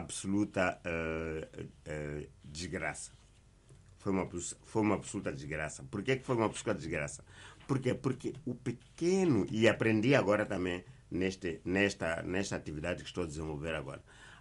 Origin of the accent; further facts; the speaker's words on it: Jangamo, Inhambane, Mozambique; moved away; ele é um grande agricultor agora em Jangamo, minha terra.